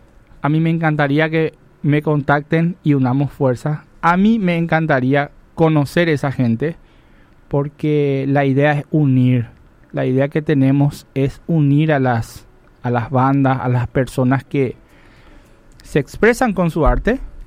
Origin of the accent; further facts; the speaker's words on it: Paraguay; Somos paraguayos.